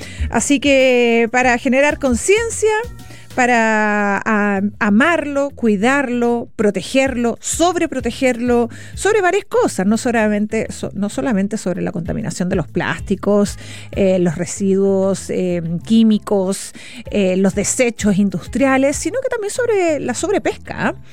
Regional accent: Chile; son números y tasas que nosotros tenemos que manejar como chilenos

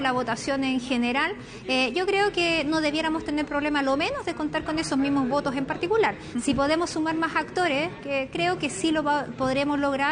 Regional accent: Los Ríos, Chile; Yo vengo de la región de Los Ríos

